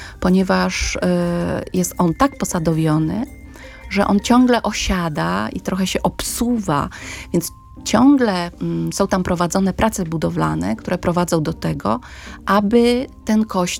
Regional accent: Wrocław, Lower Silesian Voivodeship, Poland; born there; moved away as an adult; now in Warsaw, Poland; Ja w ogóle nie jestem warszawianką, jestem wrocławianką i gro mojego życia spędziłam we Wrocławiu. Tutaj mieszkam od 15 lat

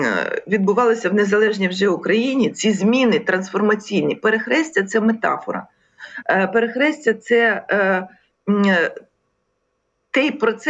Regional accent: Kyiv, Ukraine; я виросла на Печерську, тоді це був камерний Київ зі своїм вайбом, зі своїми особливостями

